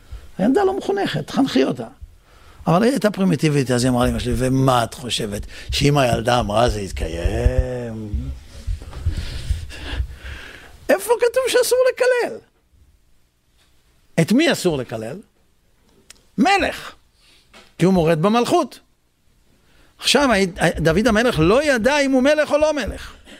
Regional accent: Netanya, Central District, Israel; כשגדלנו ילדים בנתניה, אז הייתה השכנה למעלה.

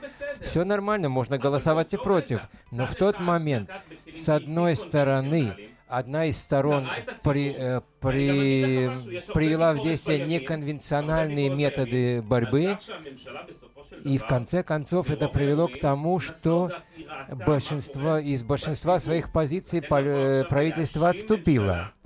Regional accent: Haifa, Haifa District, Israel; Я рос в Хайфе на Адаре, там очень много русскоговорящих людей.

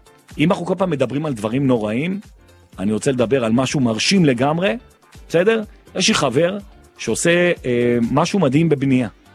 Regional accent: Jerusalem, Jerusalem District, Israel; אני ירושלמי, ואני שרוף ירושלים.

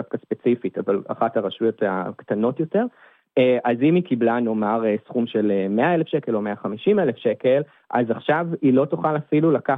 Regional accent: Kiryat Ata, Haifa District, Israel; also born or lived in Tel Aviv; בני נוער, צעירים, שגדלים במקומות שבהם אני גדלתי בקריית אתא, יצאתי מהארון בגיל 15, לא הכרתי עוד להט"בים מסביבי, ברחתי לתל אביב.

